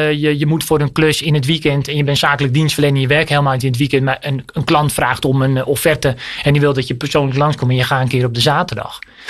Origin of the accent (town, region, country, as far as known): North Holland, Netherlands